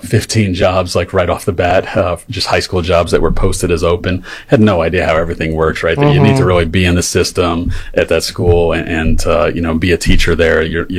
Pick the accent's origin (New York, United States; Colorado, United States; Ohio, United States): New York, United States; I never had a dad growing up in New York. My grandparents were Lutheran missionaries